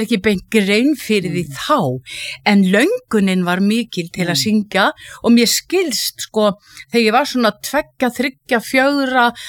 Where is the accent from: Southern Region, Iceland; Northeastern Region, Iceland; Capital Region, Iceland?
Southern Region, Iceland; Hvolsvöllur; born or raised there